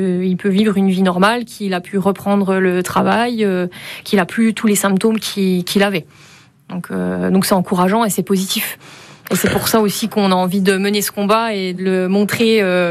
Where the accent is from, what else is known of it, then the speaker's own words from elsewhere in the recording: Colombier-Fontaine, Bourgogne-Franche-Comté, France; moved away as an adult; on se connaît depuis la maternelle, depuis qu'on a l'âge de 2 ans. On est originaire du village de Colombier-Fontaine.